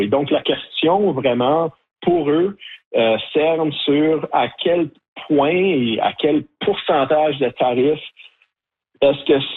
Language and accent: French; Sudbury, Ontario, Canada; born there; Et en passant, je suis né à Sudbury et ma mère est originaire de Mattawa, dans le nord de l'Ontario.